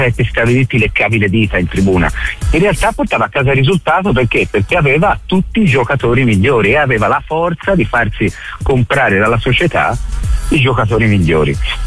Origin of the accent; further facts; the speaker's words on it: Florence, Tuscany, Italy; siamo fiorentini, siamo di DNA un po' contro la Juve